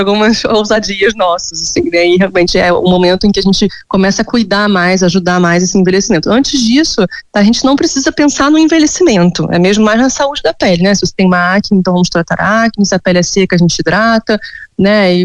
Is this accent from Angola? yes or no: no; Rio de Janeiro, Brazil